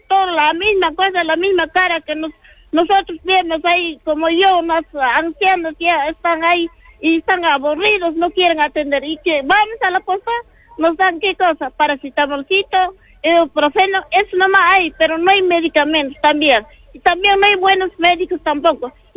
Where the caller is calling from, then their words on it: Cerro Colorado, Arequipa, Peru; Acá estoy llamando de Cerro Colorado.